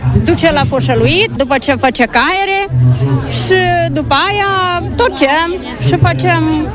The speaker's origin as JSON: {"language": "Romanian", "town": "Bogdan Vodă", "region": "Maramureș County", "country": "Romania", "said": "Vin din Maramureș, din Bogdan Vodă"}